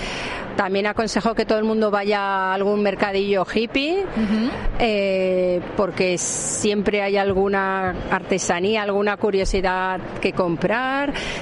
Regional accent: Ibiza, Balearic Islands, Spain; lo que somos los ibicencos.

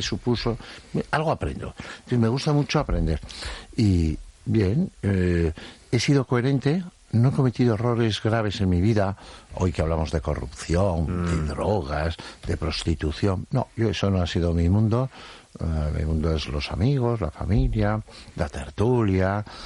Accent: Madrid, Community of Madrid, Spain; born or raised there; also born or lived in Estella

